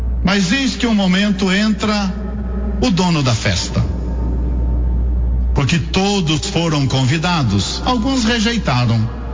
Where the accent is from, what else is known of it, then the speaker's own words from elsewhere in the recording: Itararé, São Paulo, Brazil; born there; é a diocese na qual eu nasci 60 anos atrás. Eu nasci em Itararé, que faz parte da diocese de Itapeva.